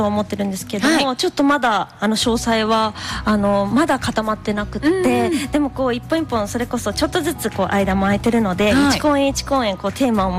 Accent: Nagaoka, Niigata, Japan; 私の地元新潟県の長岡の音楽食堂にて

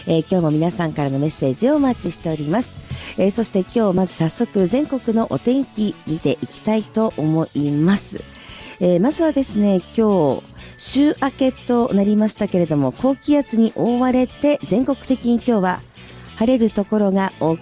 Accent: Hokkaido, Japan; now in Miyagi, Japan; 私の実家のある北海道

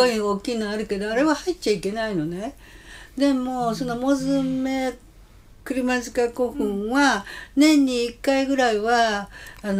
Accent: Kansai, Japan; 私はあの関西出身だから向こう市は実は知らなかったのね。

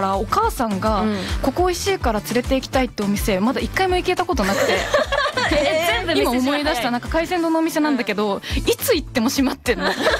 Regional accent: Fukuoka, Japan; moved away as an adult; now in Tokyo, Japan; まあ、この前福岡に帰った時に、なんか私は大学で上京したからあんまり飲み屋とかに行ったことがなくて

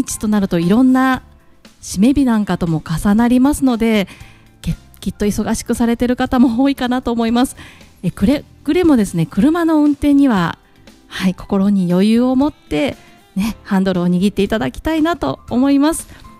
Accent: Osaka, Japan; moved away; 私もともと大阪出身でですね、大阪でよくラジオを聞いてたんですけれども

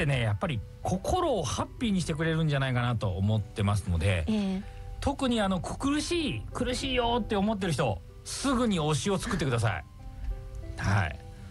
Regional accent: Nishio, Aichi, Japan; 私愛知県西尾市の西尾高校出身なんですけど

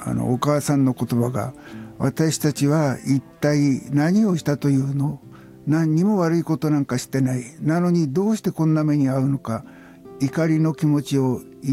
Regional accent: Yamagata, Japan; 僕は小さい時に山形県で育ったんですが、シベリアからね僕の町に3人帰ってきたんですよね。

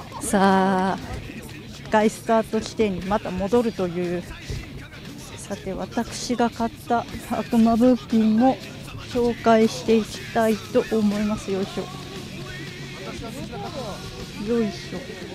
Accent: Hokkaido, Japan; こっちから北海道民なんで、

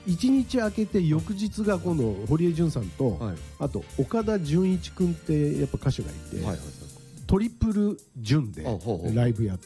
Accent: Osaka, Japan; born or raised there; moved away

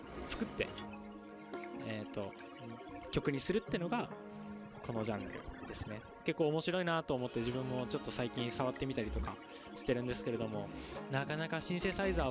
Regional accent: Shizuoka, Japan; 静岡出身なんですよ。で、沖縄から静岡にかけて飛行機で飛んで帰るんですけれども、

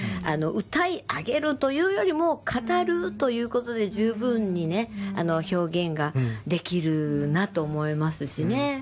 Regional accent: Kansai, Japan; 出身は関西なんで出身は関西なんです

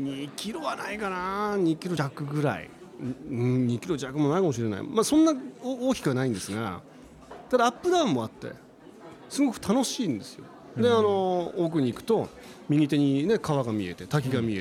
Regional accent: Fukushima, Japan; moved away; 僕は福島県出身で、うん、福島の県下なんですけど、

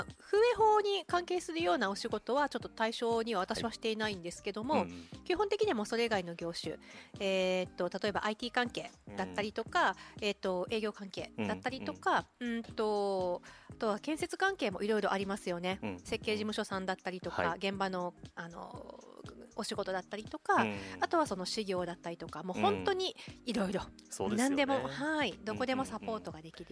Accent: Kochi, Japan; born there; moved away as an adult; now in Okinawa, Japan; 私は高知県の生まれで、うん、今沖縄に住んで、20年目、うんうん、24歳の時に沖縄に来たんで

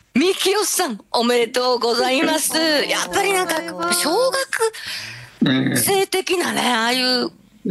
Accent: Okayama, Japan; accent: Okayama-ben; で、つい岡山弁が出てすいません。興奮すると出ますね。

